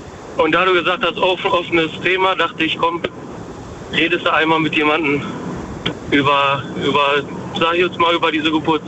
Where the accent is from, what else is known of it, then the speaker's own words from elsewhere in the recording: Dortmund, North Rhine-Westphalia, Germany; aus Dortmund eigentlich.